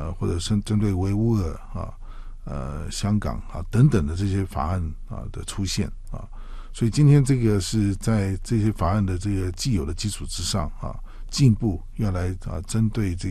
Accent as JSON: {"language": "Chinese", "country": "Taiwan", "said": "甚至包括我们台湾人都面临了这个这个中国大陆"}